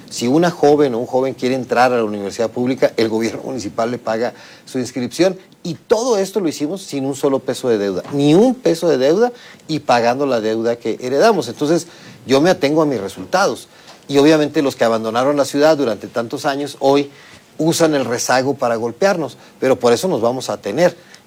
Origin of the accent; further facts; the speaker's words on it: Mexico; y entonces somos orgullosamente mexicanos, por supuesto